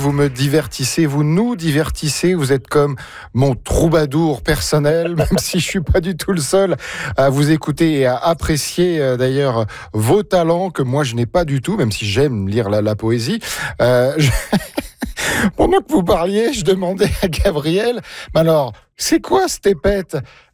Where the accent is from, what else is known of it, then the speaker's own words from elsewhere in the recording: France; now in Canada; moi, vous le savez, je suis français et j'avoue que c'est quand même un luxe qu'on a en France d'avoir 5 semaines de vacances par an. Au Canada, je m'aperçois